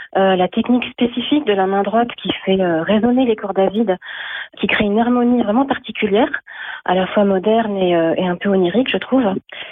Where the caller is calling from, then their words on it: Noisy-le-Roi, Île-de-France, France; je suis guitariste amateur et je vis à Noisy-le-Roi dans les Yvelines.